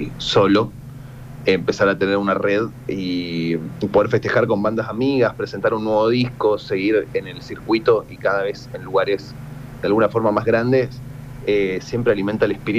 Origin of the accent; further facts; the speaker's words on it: Resistencia, Chaco, Argentina; moved away as an adult; now in Buenos Aires, Argentina; soy de Chaco, de Resistencia Chaco. Vine a Buenos Aires hace 11 años. Hace poquito se cumplieron 11 años. Vine en el 2015, por la música, claramente.